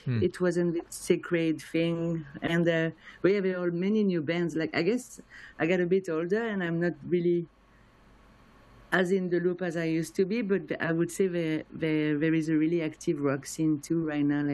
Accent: France; English is a second language; moved away as an adult; now in Montreal, Canada; Oh, yeah, but now I'm from France, but I came to Montreal to do an internship 15 years ago, and then I wanted to stay, and I started to play music in Montreal, and I stayed.

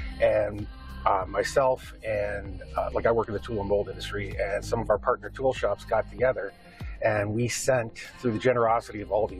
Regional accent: Windsor, Ontario, Canada; first language Ukrainian; English is a second language; my first language was primarily Ukrainian, so it was a big culture shock when I ended up going to school and being put in that different realm. But growing up in Windsor, Windsor is a really, really multi-ethnic community

